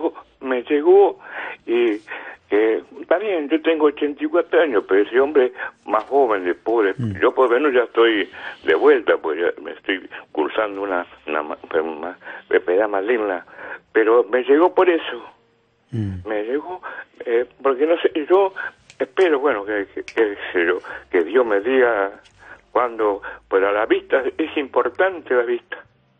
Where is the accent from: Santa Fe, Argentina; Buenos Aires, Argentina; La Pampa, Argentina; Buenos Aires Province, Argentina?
Santa Fe, Argentina; tengo 84 años y yo soy de Santa Fe.